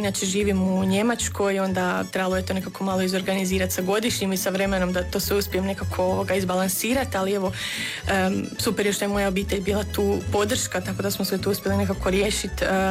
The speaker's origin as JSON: {"language": "Croatian", "town": "Daruvar", "region": "Bjelovar-Bilogora County", "country": "Croatia", "lives_now": "Osijek, Croatia"}